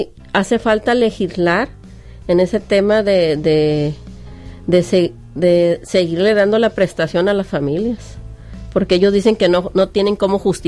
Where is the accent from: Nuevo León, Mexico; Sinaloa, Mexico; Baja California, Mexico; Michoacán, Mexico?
Sinaloa, Mexico; Como sinaloenses, como mexicanos, porque no es un problema a nivel nacional, no nomás aquí en Sinaloa.